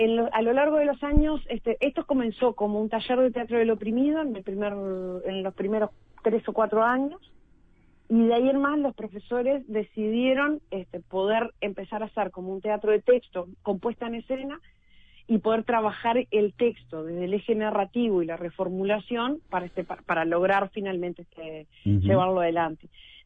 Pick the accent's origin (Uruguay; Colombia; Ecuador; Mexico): Uruguay; uno como uruguayo